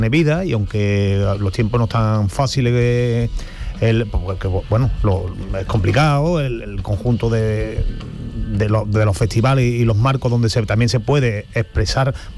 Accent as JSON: {"language": "Spanish", "town": "Seville", "region": "Andalusia", "country": "Spain", "tie": "born or raised there", "said": "yo soy muy sevillano"}